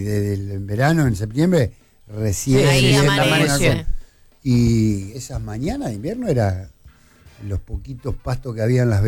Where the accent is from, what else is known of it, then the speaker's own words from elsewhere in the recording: Lima, Buenos Aires Province, Argentina; moved away; la casa de mis viejos está en la avenida Central, o sea, la avenida 11 de Lima.